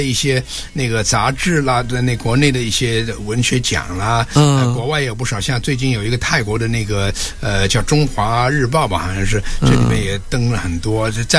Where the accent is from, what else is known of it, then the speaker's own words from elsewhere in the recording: Shanghai, China; born there; 我是在上海的河滨大楼出生的，